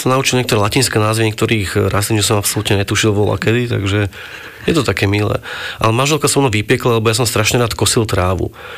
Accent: Bratislava, Bratislava Region, Slovakia; born there; also born or lived in Malacky / Rohožník / London; now in Stupava, Slovakia

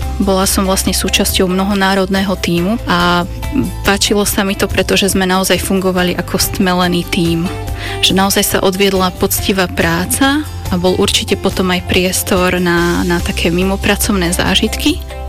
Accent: Beňuš, Banská Bystrica Region, Slovakia; moved away; also born or lived in Brezno; mohla som tu prežiť to najšťastnejšie detstvo. V podstate základnú školu som absolvovala u nás v dedine, v Beňuši. Neskôr som pokračovala štúdium na gymnáziu.

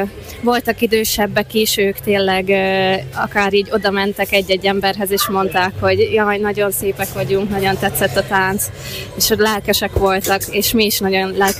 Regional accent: Tekovské Lužany, Nitra Region, Slovakia; moved away; also born or lived in Želiezovce, Slovakia; Én Zselízen születtem, és Nagysallóról származom, ott élnek most is a szüleim.

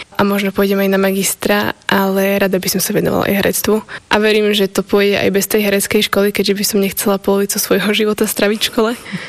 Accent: Čabiny, Prešov Region, Slovakia; born there; Rusina a mamku Slováčku, takže my sme boli taký mix doma, ale ja som chodila aj do škôlky, som už chodila do prvej rusinskej škôlky v Čabinách

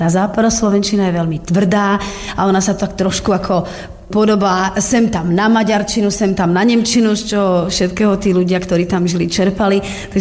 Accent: Bánovce nad Bebravou, Trenčín Region, Slovakia; born there; Ale odkiaľ, ja som z Bánoviec nad Bebravou, tam som sa narodila

